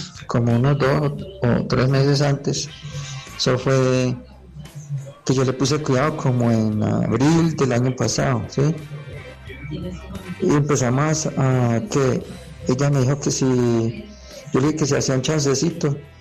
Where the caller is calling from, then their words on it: Bogotá, Colombia; Aquí de Kennedy, Bogotá.